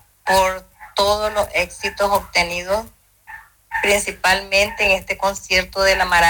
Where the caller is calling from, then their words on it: Nicaragua; soy de Nicaragua.